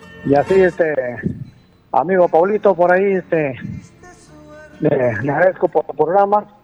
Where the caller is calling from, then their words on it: Miracosta, Cajamarca, Peru; mi pueblo de Miracosta